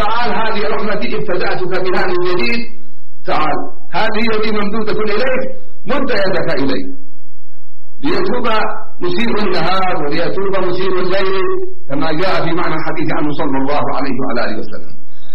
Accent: Yemen; عندنا في اليمن

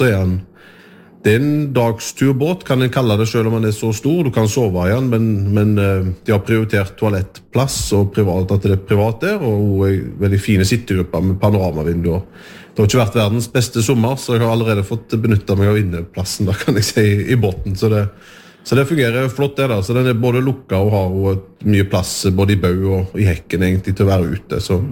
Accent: Western Norway, Norway; så det jo fjorden ligger meg og som nært og som vestlending og ute på Haugalandet med å bruke den

